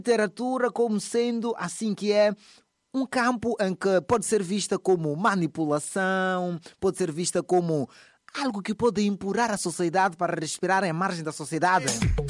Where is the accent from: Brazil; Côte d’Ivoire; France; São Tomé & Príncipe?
France; also born or lived in Dubai / Abu Dhabi / Portugal; now in Mozambique; eu nasci em Dubai, a minha infância resume-se na França, fiz ensino primário em Abu Dhabi, o ensino secundário foi em Portugal e recentemente cheguei a Moçambique.